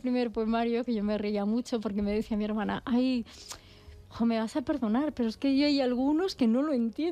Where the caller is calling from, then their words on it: Ciudad Real, Castilla-La Mancha, Spain; yo soy manchega, de Ciudad Real